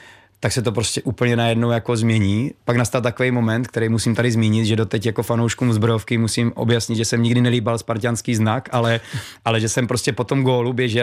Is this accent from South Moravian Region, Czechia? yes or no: yes; Brno, South Moravian Region, Czechia; jsem z Brna